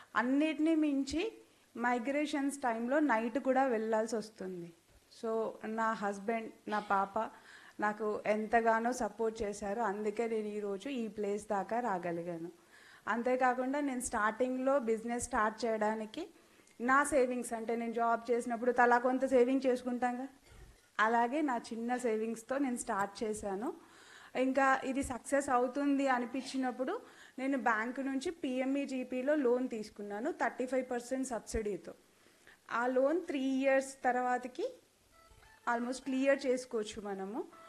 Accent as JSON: {"language": "Telugu", "town": "Karimnagar", "region": "Telangana", "country": "India", "said": "నేను కరీంనగర్ నుంచి వచ్చాను."}